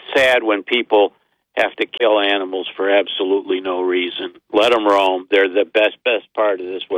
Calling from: Binghamton, New York, United States; from Binghamton.

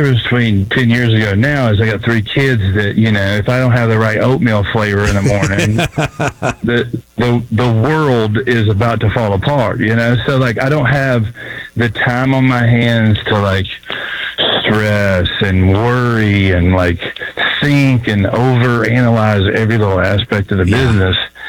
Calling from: Memphis, Tennessee, United States; I'm calling from Memphis, Tennessee.

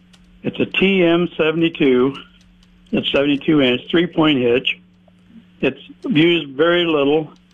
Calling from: Brunswick, Nebraska, United States; from Brunswick, Nebraska.

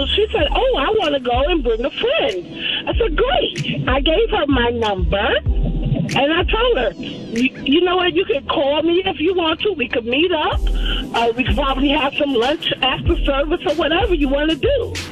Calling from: Maryland, United States; I'm calling from Maryland.

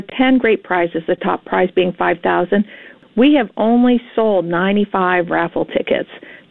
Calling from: Keene, New Hampshire, United States; I'm calling from the Keene Senior Center.

